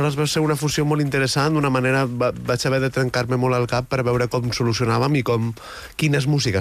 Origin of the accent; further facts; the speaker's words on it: Galicia, Spain; jo com a gallec